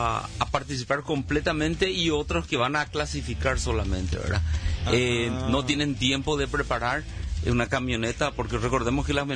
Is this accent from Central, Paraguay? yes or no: yes; Lambaré, Central, Paraguay; yo soy de Lambaré